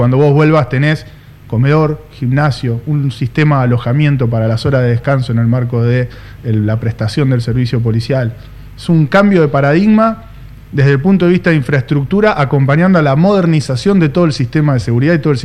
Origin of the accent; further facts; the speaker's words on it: Rosario, Santa Fe, Argentina; nuestra calidad de vida como rosarinos